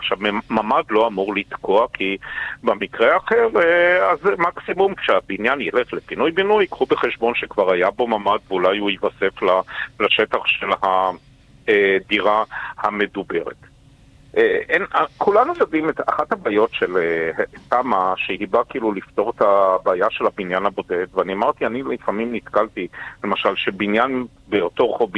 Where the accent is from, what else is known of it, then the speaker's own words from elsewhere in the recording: Haifa, Haifa District, Israel; מקורותיי בחיפה, אני חיפאי בשבר